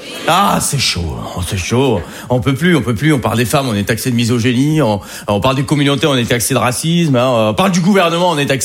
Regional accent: Algeria; Je suis algérien.

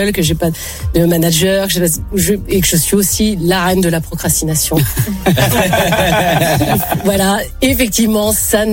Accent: Brittany, France; Je suis pas bretonne pour rien.

